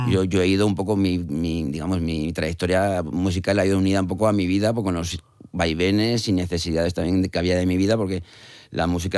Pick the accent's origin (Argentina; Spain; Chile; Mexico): Spain; Valladolid, Castile and León; moved away as an adult; also born or lived in Madrid / Málaga; now in Asturias, Spain; cuando vine de Valladolid a Madrid con 20 y tantos años